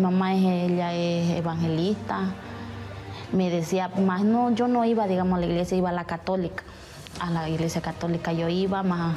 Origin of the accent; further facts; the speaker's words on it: Santa Cruz de la Sierra, Santa Cruz, Bolivia; moved away as an adult; now in Brazil; tengo 28 años, soy de Bolivia, ciudad Santa Cruz.